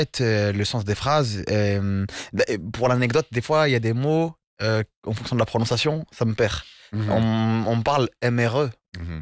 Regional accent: France; born there; Moi, je suis né en France, donc je fais partie de la je suis issu de cette génération de la diaspora.

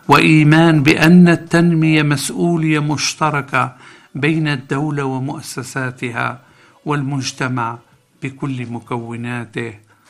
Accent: Morocco; حفظ الله بلدنا المغرب

